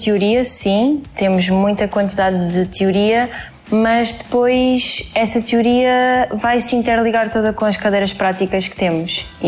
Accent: Faro, Algarve, Portugal; do segundo ano da licenciatura em Fisioterapia. Sou de Faro, tenho 20 anos

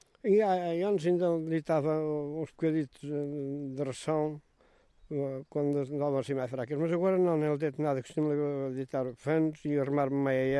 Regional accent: Centro, Portugal; não é por ser aqui a minha terra

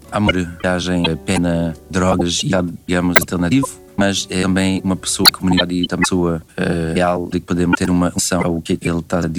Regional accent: Canada; Cresci ao lado de português, que era o bairro mais acima de onde eu cresci.

